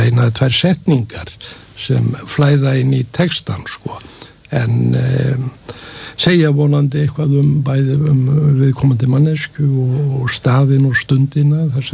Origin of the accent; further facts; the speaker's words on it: Capital Region, Iceland; ég kem úr þann með umhverfi ég ólst upp á Bergstaðastrætinu við svona frekar mikla fátækt sem þar var og og pabbi var olíubílstjóri og mamma var alltaf heima